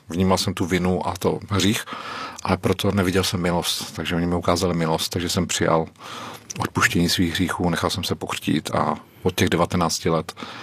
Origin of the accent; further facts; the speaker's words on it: Šumava, Czechia; Poutní kostel Lomeček u Vodňan, původně jsem ze Šumavy.